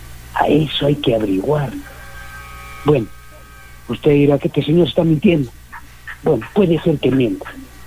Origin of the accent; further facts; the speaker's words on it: Peru; born there; yo nací acá en Ampliación Pujarpata. Los del pueblo nos decían La Pampa, con 60 años.